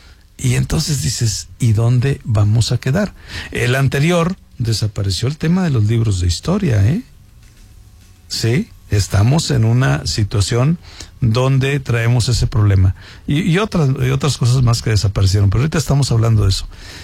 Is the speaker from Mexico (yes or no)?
yes; Mexico; esa mezcla que somos los mexicanos.